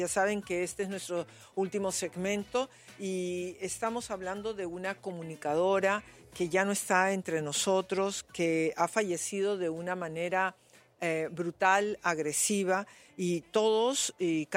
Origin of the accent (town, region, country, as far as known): Peru